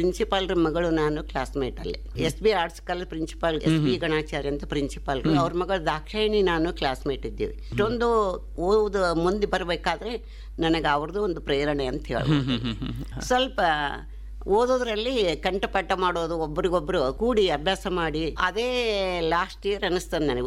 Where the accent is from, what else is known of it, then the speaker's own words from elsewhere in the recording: Vijayapura, Karnataka, India; ನನ್ನ ಹುಟ್ಟು 1952 ಬಿಜಾಪುರದಲ್ಲಿ.